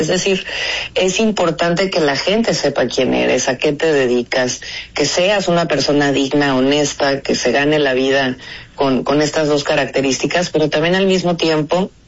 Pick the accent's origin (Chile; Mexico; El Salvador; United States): Mexico; Querétaro; born there; para quienes nacimos aquí